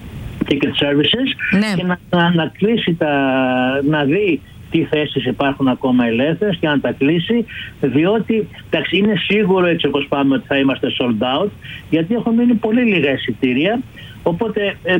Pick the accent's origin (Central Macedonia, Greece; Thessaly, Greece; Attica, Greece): Attica, Greece; Athens; μεγαλώσαμε και δύο στη Φωκίωνος Νέγρη